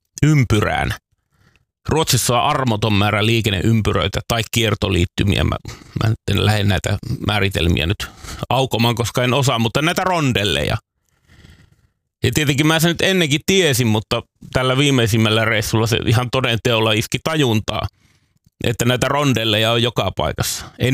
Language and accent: Finnish; Northern Finland, Finland; moved away; Koska Pohjois-Suomessa, mistä mä oon kotoisin